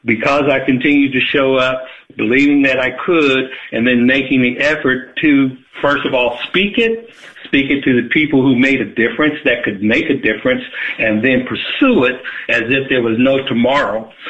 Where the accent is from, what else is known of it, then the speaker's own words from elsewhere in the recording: Middletown, Ohio, United States; I'm from Middletown, Ohio. So in Middletown, the only thing here is Armco or AK Steel.